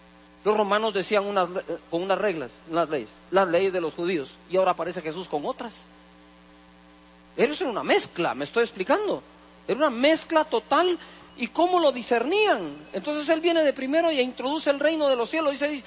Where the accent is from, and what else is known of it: Guatemala